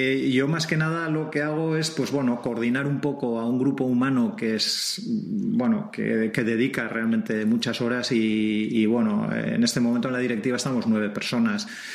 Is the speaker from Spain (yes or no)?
yes; Hernani, Basque Country, Spain; moved away as an adult; now in San Sebastián, Spain; Yo soy de Hernani, he sido, antes de ser socio del Club Vasco de Camping, lo he sido del Mendirismendi de Hernani. Me vine a vivir a Donosti hace ya unos cuantos años, hace 20 y tantos años